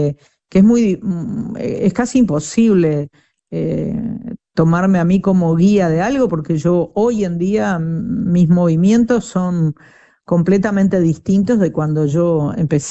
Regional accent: Uruguay

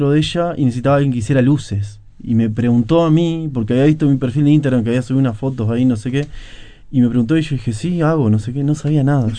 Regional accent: Tacuarembó, Uruguay; born there; also born or lived in Paso de los Toros, Uruguay / Montevideo, Uruguay; Agradezco haber nacido acá y no me voy a ir nunca a Uruguay. Amo Uruguay. Nosotros también, en nuestra patria ahora está Tacuarembó, decidimos vivir allá. Ya fuimos niños, adolescentes, yo viví en Paso de los Toros de niño, en Montevideo

